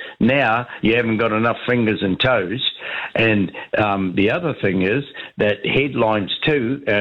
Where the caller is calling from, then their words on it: Ireland; I'm Irish